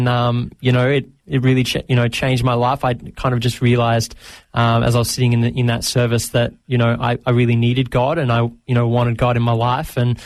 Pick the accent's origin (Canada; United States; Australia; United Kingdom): Australia; Bendigo, Victoria; also born or lived in Maryborough; Yeah, I grew up in Bendigo, Victoria. It's a small country town.